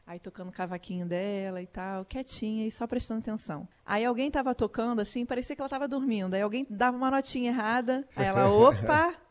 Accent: Rio de Janeiro, Brazil; born there; eu nasci no Conjunto dos Músicos, né? Em Auma, que ficava bem perto de onde

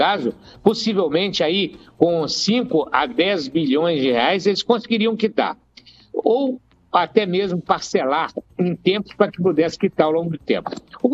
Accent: Brazil; Nós estamos morando no Brasil, somos brasileiros

